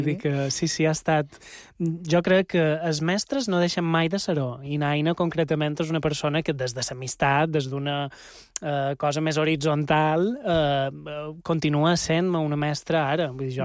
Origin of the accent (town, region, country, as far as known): Ses Salines, Balearic Islands, Spain